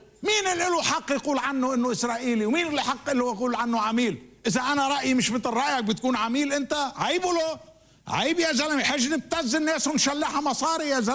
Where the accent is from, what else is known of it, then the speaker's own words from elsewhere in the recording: Jahliyeh, Mount Lebanon, Lebanon; أنطونس صحناوي جاري أنا بالجهلية